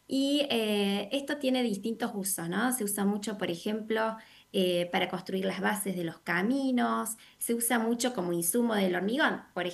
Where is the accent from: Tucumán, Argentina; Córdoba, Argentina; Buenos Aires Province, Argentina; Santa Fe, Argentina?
Córdoba, Argentina; accent: Cordoban tonada; Soy cordobesa